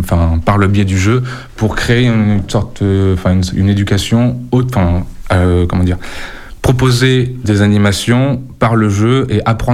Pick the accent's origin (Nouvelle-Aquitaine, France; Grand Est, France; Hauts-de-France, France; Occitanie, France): Nouvelle-Aquitaine, France; Vienne; now in Dordogne, France; Non, je suis originaire de la Vienne, mais du coup, moi, je suis venu m'installer, du coup, en Dordogne.